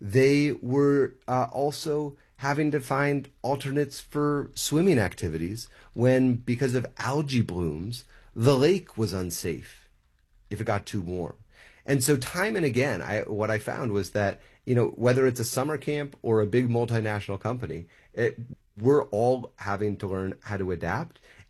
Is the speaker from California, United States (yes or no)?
no; New York City, New York, United States; I'm a born and bred New Yorker